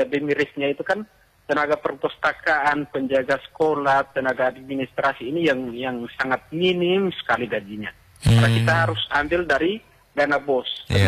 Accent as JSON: {"language": "Indonesian", "region": "Gorontalo", "country": "Indonesia", "said": "saya juga kan asalnya dari desa Molotabu, kemudian 100% itu di daerah terpencil di Waolo itu keluarga saya semua"}